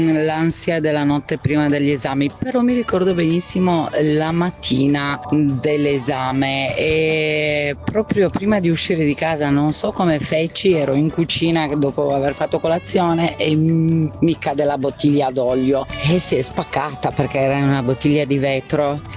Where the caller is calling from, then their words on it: Trofarello, Piedmont, Italy; da Trofarello.